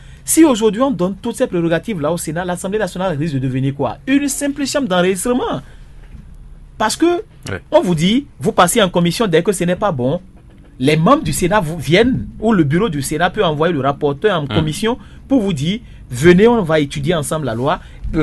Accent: Benin

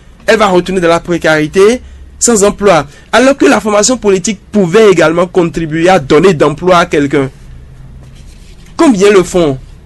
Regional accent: Benin; chez nous au Bénin

